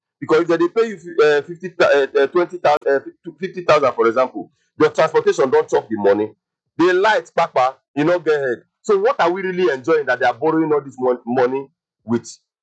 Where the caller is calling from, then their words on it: Nigeria; as Nigerian citizens